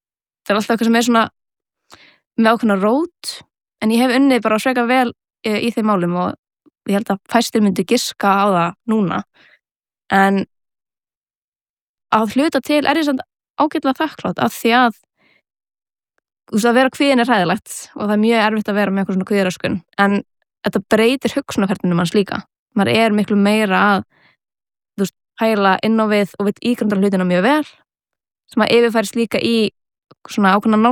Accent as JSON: {"language": "Icelandic", "town": "Reykjavík", "region": "Capital Region", "country": "Iceland", "tie": "born or raised there", "said": "ég ólst upp eða fættist í Reykjavík og haf alltaf búið hér."}